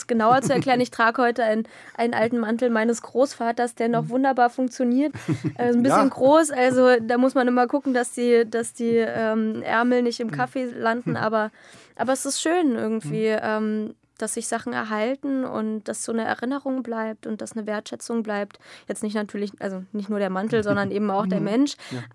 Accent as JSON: {"language": "German", "town": "Jena", "region": "Thuringia", "country": "Germany", "tie": "born there", "said": "Ich bin in Jena geboren, die einen saßen in Berlin, die anderen in Spanien. Meine Mutter kommt aus Spanien."}